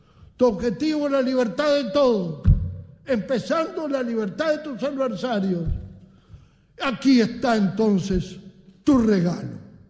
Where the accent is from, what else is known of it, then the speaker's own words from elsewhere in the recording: Uruguay; nosotros somos tan uruguayos que somos los que más criticamos a nuestro sistema.